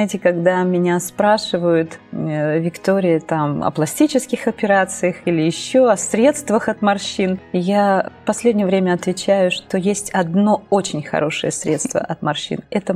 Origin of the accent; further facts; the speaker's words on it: Baku, Azerbaijan; also born or lived in Ordzhonikidze, Russia / Tambov / Voronezh / Volgograd; я только родилась в городе Орджоникидзе. Потом переехала, мама жила уже на то время в Баку. Долгое время прожила в Баку.